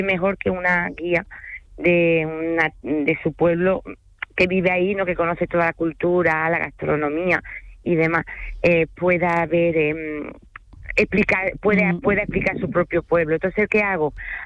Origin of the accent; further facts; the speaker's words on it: France; Spanish is a second language; oui, je parle en français. Y yo soy bilingüe. Entonces, hago visita en francés y en español, ¿vale? Porque soy francés, aunque no se me note, todo el mundo me lo dice.